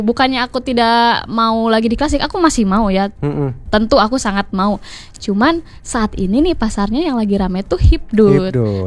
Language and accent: Indonesian; Garut, West Java, Indonesia; born or raised there